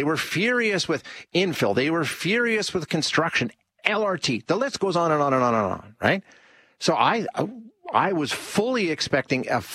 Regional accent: Edmonton, Alberta, Canada; also born or lived in Saskatchewan / Calgary; I lived in Saskatchewan for a few years. I lived in Calgary for a few years when I was, you know, in the early days of my career. But I grew up in Edmonton Gold Bar. I live in Edmonton Gold Bar now. Like, 90% of my life, more than 90% of my life has been spent in this neighborhood.

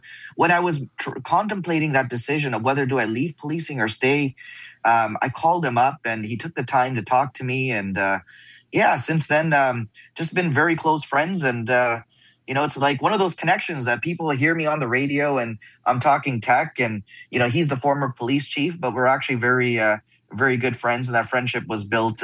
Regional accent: Canada; we're two guys from Canada out in, out in the US.

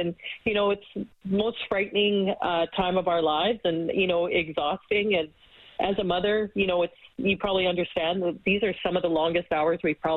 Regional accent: Fort McMurray, Alberta, Canada; you mentioned before we're from Fort McMurray. So it was our Fort McMurray doctor that found that he had an enlarged heart.

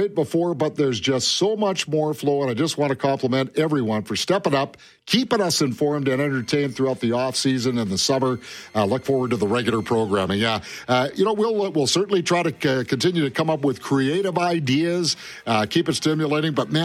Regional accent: British Columbia, Canada; But growing up on the West Coast, I did go to a couple of Vancouver Blazer games.

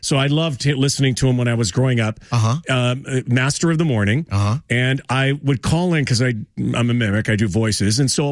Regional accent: Winnipeg, Manitoba, Canada; I grew up in Winnipeg

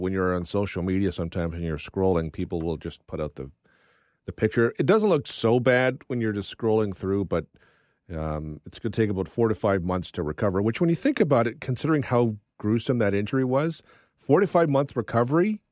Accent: Canada; And I know, obviously, I'm Canadian. I'm a little biased here.

